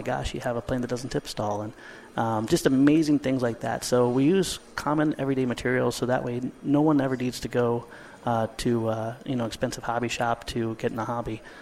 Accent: Ohio, United States; I grew up in Ohio on a little tiny airport.

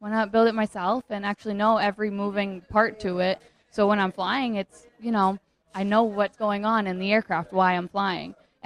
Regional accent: Maine, United States; now in Daytona Beach, United States

